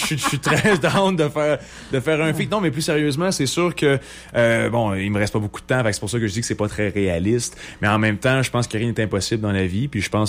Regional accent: Quebec, Canada; C'est peut-être pas encore aussi populaire que chez nous au Québec

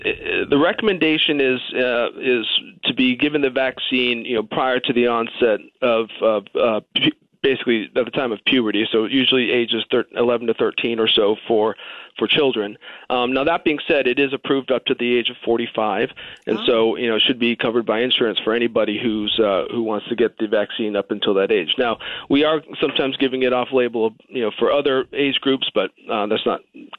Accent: Boston, Massachusetts, United States; moved away as an adult; now in Wilton, Connecticut, United States; I grew up in the Northeast. I'm from the Boston area, so not too far away.

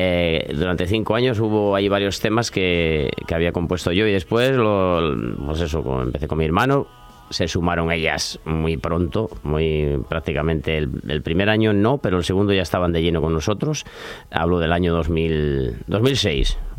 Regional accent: Celis, Cantabria, Spain; also born or lived in Rábago; en Celis, porque somos de ahí, de Rionansa. Bueno, yo soy nacido en Rábago concretamente, pero Celis es el pueblo de nuestro padre, y allí nos criamos.

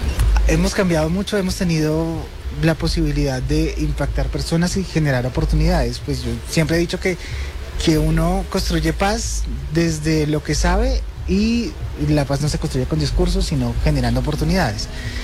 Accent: Arauca, Colombia; Yo soy de Arauca, nací y crecí en Arauca.

